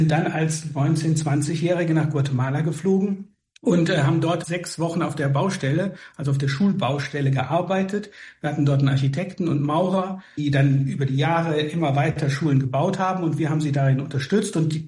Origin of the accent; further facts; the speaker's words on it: North Rhine-Westphalia, Germany; Nein, ich komme eigentlich aus dem Erzbistum Paderborn. Das Siegerland gehört zu Paderborn, aber Paderborn liegt 200 Kilometer von Siegen entfernt.